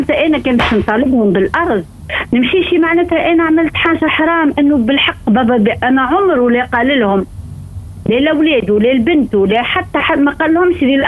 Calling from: Tunisia

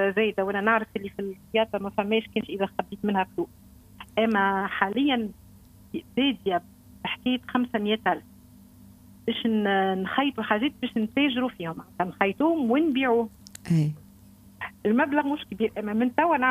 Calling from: Tunisia

